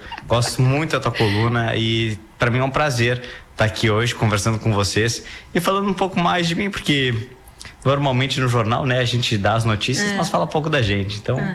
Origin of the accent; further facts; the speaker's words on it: Caxias do Sul, Rio Grande do Sul, Brazil; born there; Nasci lá em Caxias.